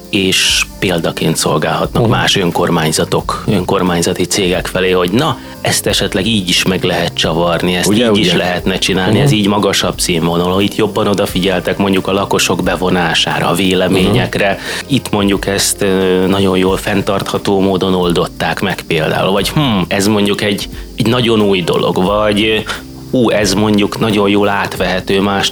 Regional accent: Cegléd, Pest, Hungary; Cegléden kívül, ami szülővárosom, és itt lakom

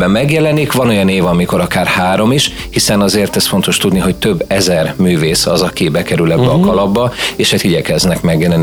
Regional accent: Tápiószele, Pest, Hungary; Tápió Szelem, mint szülővárosom, hiszen nekem ez elengedhetetlenül fontos

